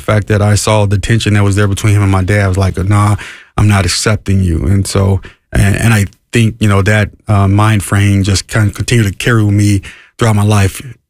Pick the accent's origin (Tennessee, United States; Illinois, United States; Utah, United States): Illinois, United States; Harvey; Yeah, I grew up in the inner city of Chicago, a south suburb, Harvey, Illinois.